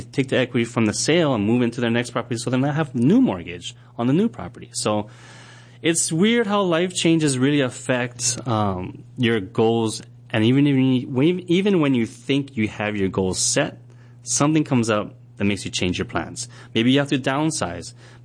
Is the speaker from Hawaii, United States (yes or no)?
yes; Kaneohe, Hawaii, United States; born or raised there